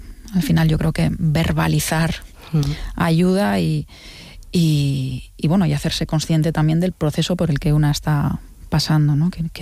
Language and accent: Spanish; Tineo, Asturias, Spain; Y la nieve, para mí es un paisaje de infancia, porque soy de Tineo, en el occidente asturiano